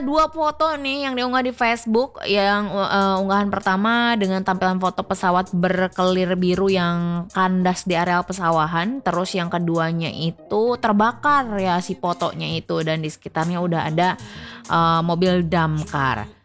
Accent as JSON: {"language": "Indonesian", "town": "Sumber", "region": "West Java", "country": "Indonesia", "said": "sih sebagai orang Sumber"}